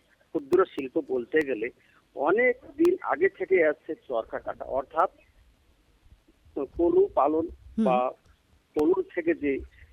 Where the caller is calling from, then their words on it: Raninagar, West Bengal, India; আমি রানীনগর বাজার থেকে